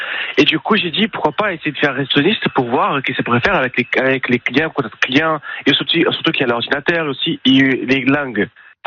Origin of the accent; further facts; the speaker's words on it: Brazil; now in France; Tout ce que c'est fait, ce qu'elle a fait pour moi, c'est parce qu'on est venu du Brésil. Et aujourd'hui, en fait, je vis dans un pays merveilleux comme la France